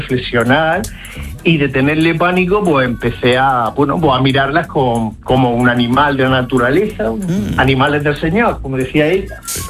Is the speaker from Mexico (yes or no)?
no; Murcia, Region of Murcia, Spain; Yo soy de Murcia, y los de Murcia nos vamos a veranear o a la playa, a pasar calor como perro, o nos vamos a la montaña que por la noche se está fresquillo.